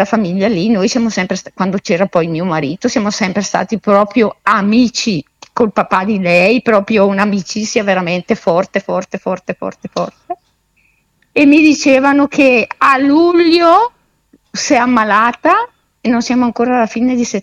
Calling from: Sovere, Lombardy, Italy; io dico di Breno, ma io sono di Sovere.

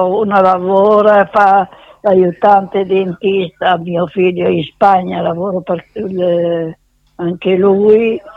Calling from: Bollate, Lombardy, Italy; Da Bollate.

